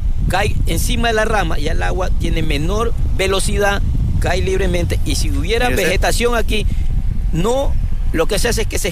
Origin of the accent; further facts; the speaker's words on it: Ecuador; nosotros como ecuatorianos